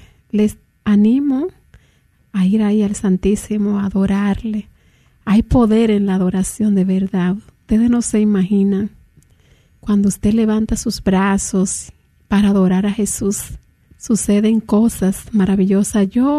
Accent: Dominican Republic; Me siento mitad dominicana y mitad mexicana también

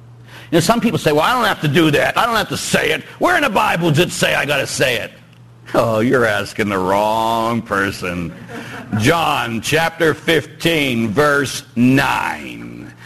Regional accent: Pittsburgh, Pennsylvania, United States; Again, came clear to me years ago, of course I'm from Pittsburgh, as everybody knows, and both my parents were cops.

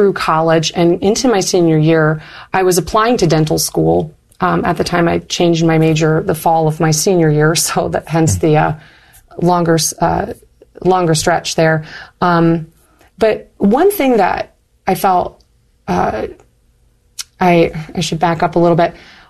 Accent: Marquette, Michigan, United States; Northern Michigan University is also in my hometown.

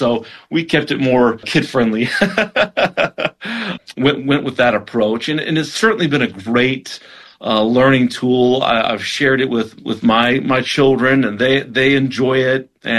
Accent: Birmingham, Alabama, United States; Yeah, I grew up in Birmingham, Alabama, and I spent 2 years at the University of Alabama.

